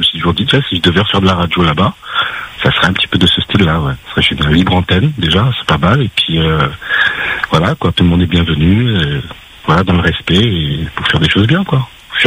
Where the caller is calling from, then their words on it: Réunion; ça fait 20 ans que je suis à La Réunion maintenant.